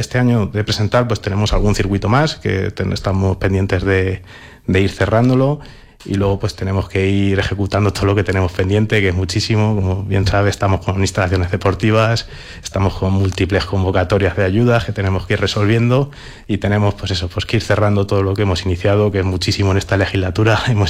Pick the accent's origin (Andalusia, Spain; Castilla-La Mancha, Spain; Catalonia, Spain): Castilla-La Mancha, Spain; Cuenca; que es nuestro objetivo como cuenquenses